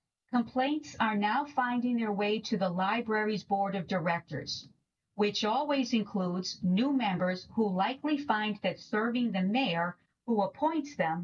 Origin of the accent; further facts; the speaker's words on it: Cleveland, Ohio, United States; I'm from Cleveland, he managed to say. That's the first time I ever read anything good about my hometown.